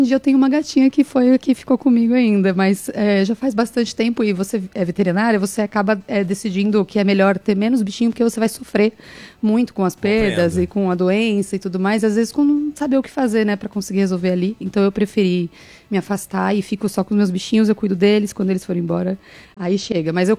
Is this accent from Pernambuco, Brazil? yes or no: no; São Paulo, Brazil; moved away as an adult; also born or lived in Alagoas; now in Região dos Lagos, Brazil; eu sou de São Paulo, na verdade. Eu tô aqui na região dos Lagos agora, vai fazer 4, 5 anos por aí.